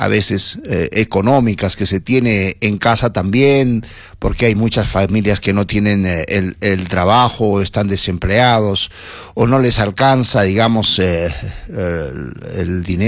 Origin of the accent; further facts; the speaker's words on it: Peru; como somos los peruanos y peruanas, siempre aguerridos, siempre luchadores, siempre creativos